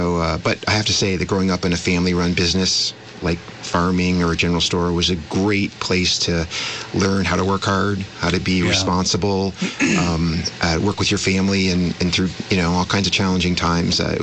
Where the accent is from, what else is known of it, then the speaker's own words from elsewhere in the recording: Leicester, Vermont, United States; I grew up in Leicester, Vermont. My parents owned a general store. I was the oldest of three boys